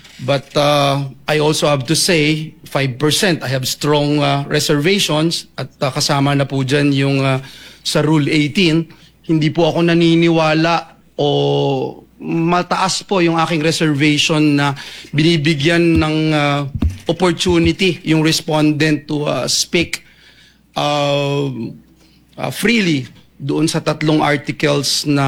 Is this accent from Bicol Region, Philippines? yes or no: no; Central Luzon, Philippines; sabi ho ng matatanda sa amin sa Bulacan, ang naglalakad ng matulin kung matinik ay malalim.